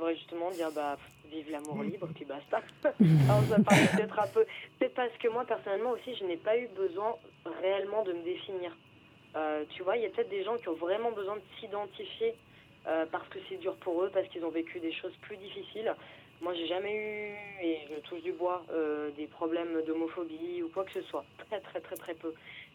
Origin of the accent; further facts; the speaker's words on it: Limoges, Nouvelle-Aquitaine, France; je viens de Limoges à la base